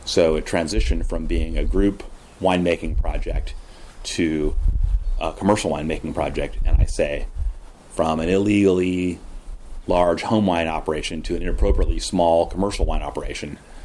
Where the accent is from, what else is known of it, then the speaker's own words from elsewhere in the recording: Briceland, California, United States; I grew up here in the house here